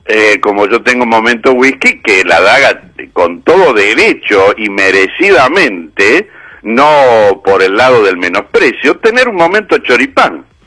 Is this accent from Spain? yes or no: no; Mar del Plata, Buenos Aires Province, Argentina; yo soy de Mar del Plata, pero a Buenos Aires la siento como mía.